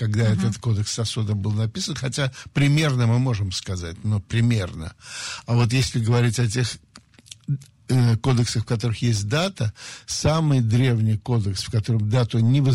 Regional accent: Saint Petersburg, Russia; я мальчик питерский

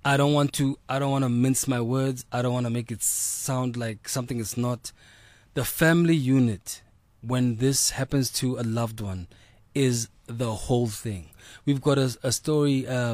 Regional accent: South Africa; also born or lived in Butterworth; as a South African

